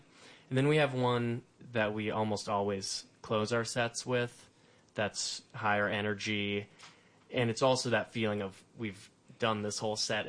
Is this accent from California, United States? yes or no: yes; Los Angeles, California, United States; now in Nashville, United States; not growing up in the South, because I did grow up, born and raised in Los Angeles